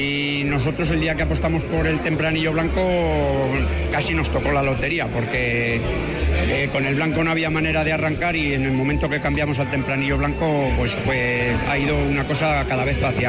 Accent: Baños de Ebro, Basque Country, Spain; Nos han dado un premio, somos de Baños de Ebro, y nos han dado el primer premio del blanco joven.

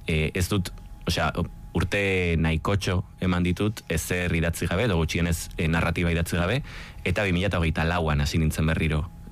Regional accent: Vitoria-Gasteiz, Basque Country, Spain; ni gasteiztarra naiz, ni kalekumea naiz ere bai

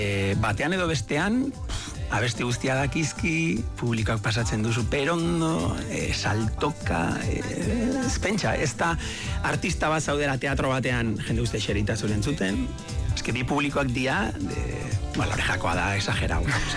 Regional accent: Urdiain, Navarre, Spain; also born or lived in Pamplona; Aileratzen zara Urdian jera, eta, bueno, pues, hau da nere herria, hau da nere lagunak, hau da nere familia

